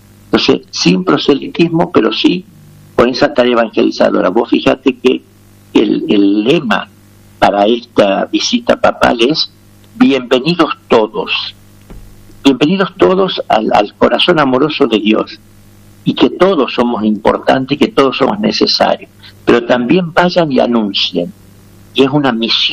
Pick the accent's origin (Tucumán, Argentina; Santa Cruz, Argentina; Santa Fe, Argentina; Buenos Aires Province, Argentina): Tucumán, Argentina